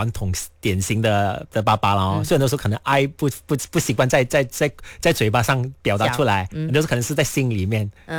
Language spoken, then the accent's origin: Chinese; Kuala Lumpur, Malaysia; 因为我都是来自吉隆坡嘛，所以基本上我每天都是会回家的。